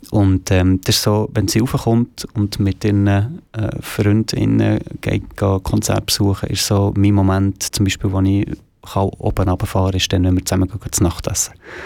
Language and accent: German; Schlieren, Zurich, Switzerland; weil ich bin in Schlieren aufgewachsen und denke immer hinten rauf.